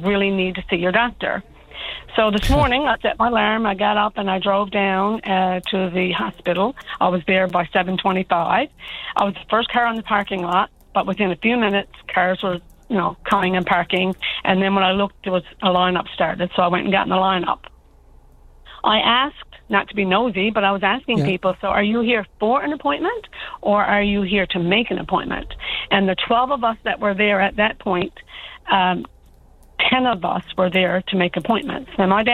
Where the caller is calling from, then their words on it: Fortune, Newfoundland and Labrador, Canada; I'm calling from the Grand Peninsula, from Fortune, actually.